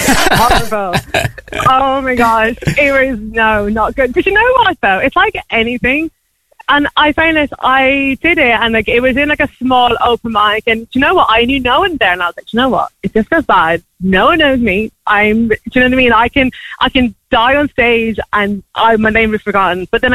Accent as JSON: {"language": "English", "town": "Tullamore", "region": "Leinster", "country": "Ireland", "also_born_or_lived": "Bermuda", "said": "I'm from Tullamore myself"}